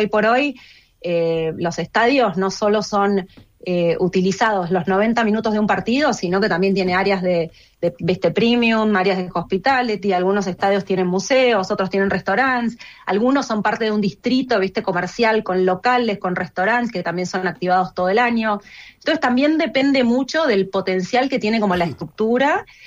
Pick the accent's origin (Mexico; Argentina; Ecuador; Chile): Argentina; la verdad es que siendo argentina y sabiendo que nuestra compañía está detrás de lo que es la, digamos, como la renovación